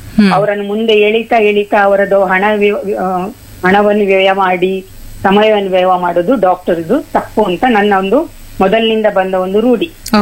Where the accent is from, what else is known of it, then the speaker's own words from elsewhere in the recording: Mangaluru, Karnataka, India; moved away as an adult; now in Saligrama (Sasthana), India; ನಾನು ಮಂಗಳೂರು ಬದಿಯವಳು, ಮದುವೆ ಆಗಿ ಸಾಸ್ತಾನ ಊರಿಗೆ ಬಂದೆ, 30 ವರ್ಷ ಆಯ್ತು.